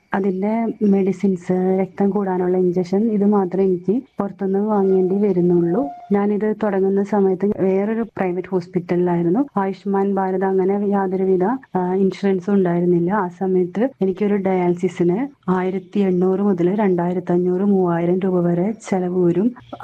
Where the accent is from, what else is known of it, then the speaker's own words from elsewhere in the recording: Thrikkakara, Kerala, India; ഞാൻ എറണാകുളം തൃക്കാക്കര സ്വദേശിനിയാണ്.